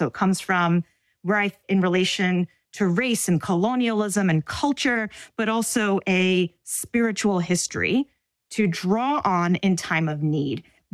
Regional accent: United States; part of their family experience in a way that I don't think we, my generation, truly understands growing up in America.

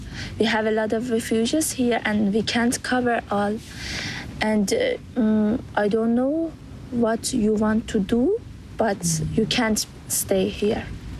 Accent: Afghanistan; I'm 22 years old. I'm married and I live here with my husband and my daughter. And I'm from Afghanistan.

